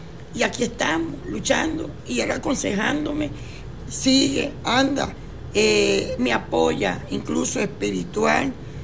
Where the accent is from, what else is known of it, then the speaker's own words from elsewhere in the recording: Maracaibo, Zulia, Venezuela; now in Machiques, Venezuela; Sí, yo soy maracucha, yo soy de Maracaibo, pero yo vivo en Machique.